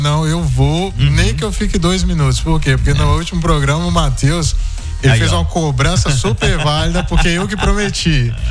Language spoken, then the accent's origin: Portuguese; Bahia, Brazil; moved away